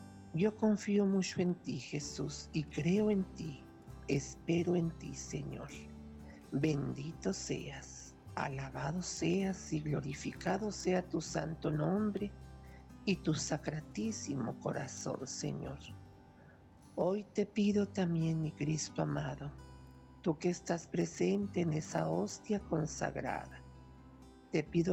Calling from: Santa Bárbara, Chihuahua, Mexico; de Santa Bárbara, Chihuahua.

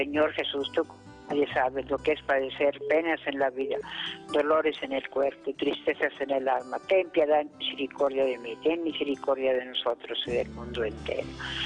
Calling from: San Francisco del Rincón, Guanajuato, Mexico; De San Francisco de Rincón, Guanajuato.

